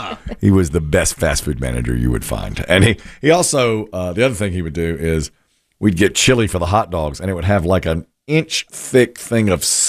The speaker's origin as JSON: {"language": "English", "town": "Asheboro", "region": "North Carolina", "country": "United States", "tie": "born or raised there", "said": "I grew up in Ashboro"}